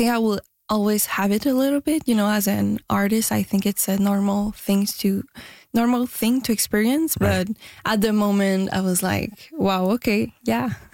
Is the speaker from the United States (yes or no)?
no; Quebec City, Quebec, Canada; first language French; English is a second language; moved away as an adult; now in Montreal, Canada; I grew up in Quebec City